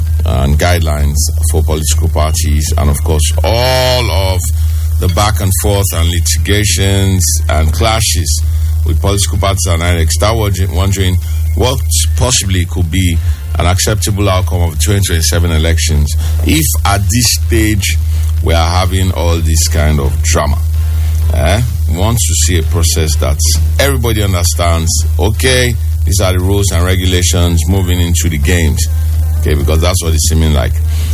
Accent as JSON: {"language": "English", "region": "Lagos", "country": "Nigeria", "tie": "born or raised there", "said": "growing up in Lagos"}